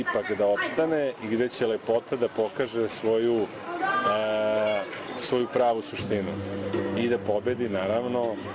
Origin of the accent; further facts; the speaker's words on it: Sombor, Vojvodina, Serbia; born there; imam neki osjećaj, iako sam rođen u Somboru, da sam u stvari nekako kod kuće.